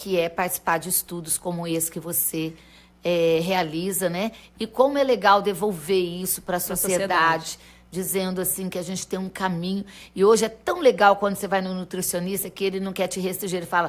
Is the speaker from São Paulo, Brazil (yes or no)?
no; Minas Gerais, Brazil; Eu sou mineira.